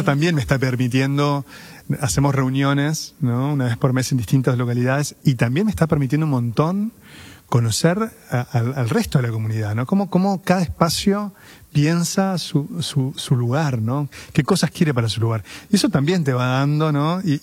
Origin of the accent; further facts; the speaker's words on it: Montevideo, Uruguay; yo me crié en Cordón Sur, uh-huh. Muy, muy pegado al límite en Pocitos, Parque Rodó, una zona que era hermosa.